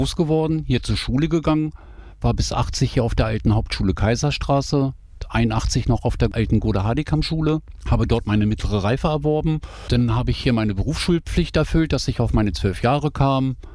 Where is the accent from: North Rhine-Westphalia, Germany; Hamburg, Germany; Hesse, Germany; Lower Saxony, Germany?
Lower Saxony, Germany; Kleinfürste; also born or lived in Sarstedt; geboren bin ich 64 in Sarstedt hier in Niedersachsen. Und 1967 bin ich mit meiner Mutter nach Kleinfürste gezogen. Da habe ich meine Kindheit verlebt